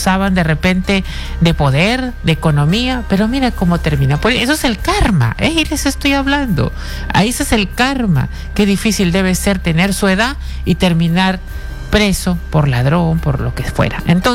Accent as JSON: {"language": "Spanish", "country": "Peru", "said": "como peruana también tengo que hacer una pequeña mención"}